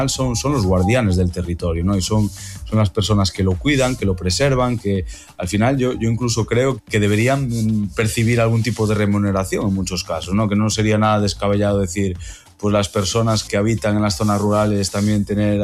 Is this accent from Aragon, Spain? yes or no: no; Galicia, Spain; pues yo estoy muy orgulloso, además de haberlo ganado, pues trabajando en mi tierra, en Galicia